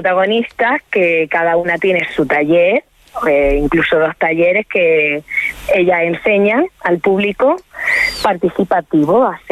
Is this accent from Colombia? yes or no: no; Caravaca, Region of Murcia, Spain; y yo que soy aquí de Caravaca, que voy a hacer la Cenicienta.